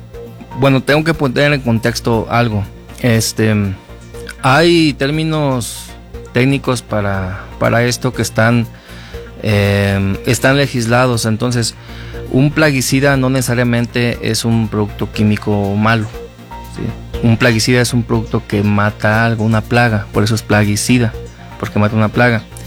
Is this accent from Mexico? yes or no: yes; Mexico